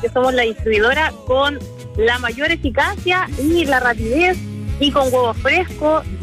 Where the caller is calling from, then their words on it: San Joaquín, Santiago Metropolitan Region, Chile; Yo los llamo de la comuna de San Joaquín.